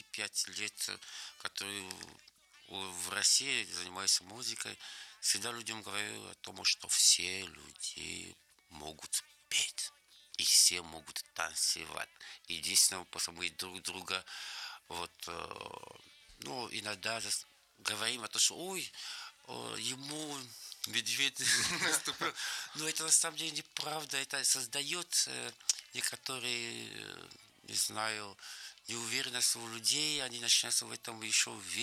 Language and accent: Russian; DR Congo; now in Russia; вот там, где я родился в Демократической Республике Конго, родина Патриса Лумумба